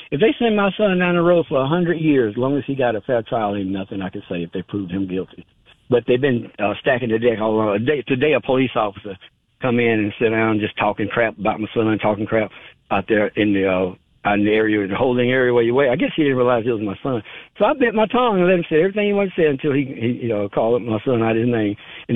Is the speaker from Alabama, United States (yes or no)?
yes; Calera, Alabama, United States; But I moved out of Shelby County, and I love Shelby County. It's my hometown. Calera is my hometown.